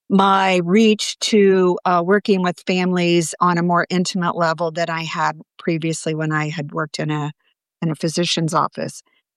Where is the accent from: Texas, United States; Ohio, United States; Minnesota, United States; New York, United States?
Ohio, United States; moved away as an adult; now in Athens, Ohio, United States; where I grew up in Central Ohio.